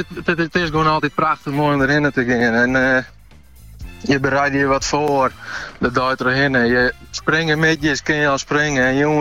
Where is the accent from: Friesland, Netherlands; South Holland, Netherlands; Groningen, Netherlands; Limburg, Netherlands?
Friesland, Netherlands; Akkrum; ik kom natuurlijk zelf uit Akrum.